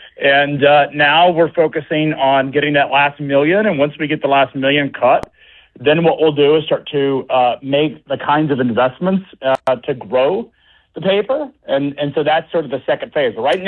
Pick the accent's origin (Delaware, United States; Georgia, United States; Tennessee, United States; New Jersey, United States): Tennessee, United States; Chattanooga; I grew up in Chattanooga. I raised my family in Chattanooga. I've got five kids that my wife and I raise here. Grew up, born in 1979, 47 years old.